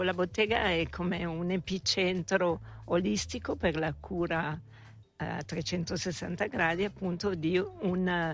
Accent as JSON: {"language": "Italian", "town": "Cassarate", "region": "Ticino", "country": "Switzerland", "tie": "born or raised there", "also_born_or_lived": "Italy / France", "said": "Ma Gandria, io sono cresciuta a Cassarate, poi sono stata in giro, insomma, per Italia, Francia, eccetera, ho fatto la mia vita fuor"}